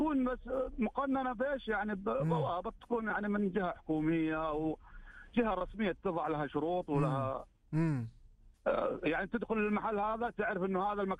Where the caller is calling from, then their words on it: Jeddah, Makkah Province, Saudi Arabia; اكلمك من جده